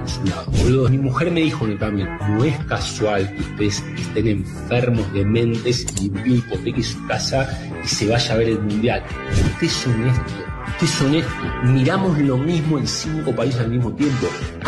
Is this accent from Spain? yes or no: no; Argentina; also born or lived in Italy; Mi nena, la más chiquita, yo soy argentino-italiano, y mi mujer es chilena y checa, de la República Checa, y ella nació en Brasil.